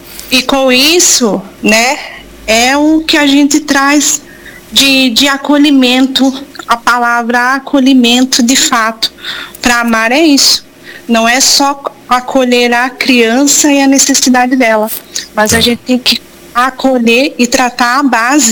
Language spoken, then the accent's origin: Portuguese; Rafard, São Paulo, Brazil; born there; Sou de Rafar.